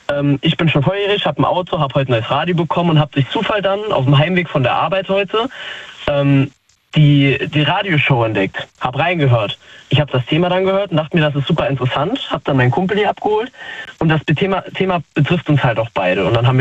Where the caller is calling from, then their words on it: Falscheid, Saarland, Germany; Also ich komme aus Falscheid, aus dem Saarland.